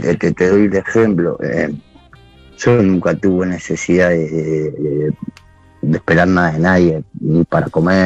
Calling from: La Matanza, Buenos Aires Province, Argentina; Y ahora estoy en La Matanza.

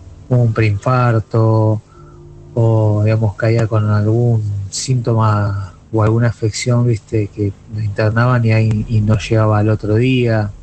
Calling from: Rosario, Santa Fe, Argentina; de Rosario.

